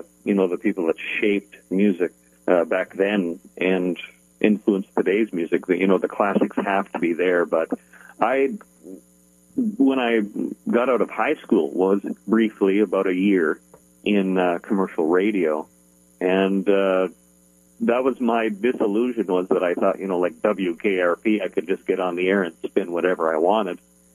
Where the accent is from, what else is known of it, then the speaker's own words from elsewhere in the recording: Canada; I'm originally from Canada, and a lot of that music I have in rotation, and it just really hadn't been heard outside of that country before